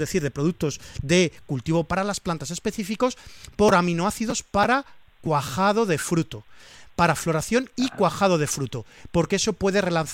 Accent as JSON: {"language": "Spanish", "region": "Valencian Community", "country": "Spain", "said": "Yo a ti te voy a recomendar como buen valenciano el cunquat."}